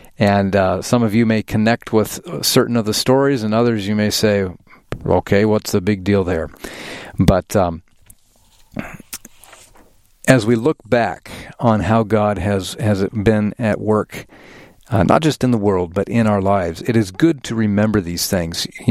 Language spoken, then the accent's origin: English; Denver, Colorado, United States; We grew up in Denver. I grew up in Denver.